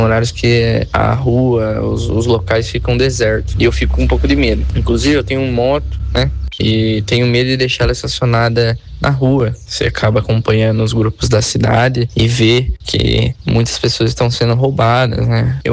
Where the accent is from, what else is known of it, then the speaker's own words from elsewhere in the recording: Rio Claro, São Paulo, Brazil; tenho 21 anos e sou de Rio Claro.